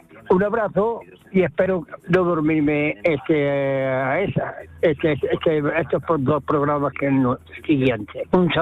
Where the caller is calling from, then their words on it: Guadix, Andalusia, Spain; de Guadix.